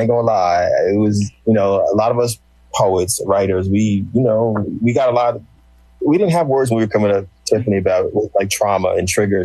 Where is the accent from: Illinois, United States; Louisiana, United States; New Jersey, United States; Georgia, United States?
New Jersey, United States; I didn't know that I was from North Jersey.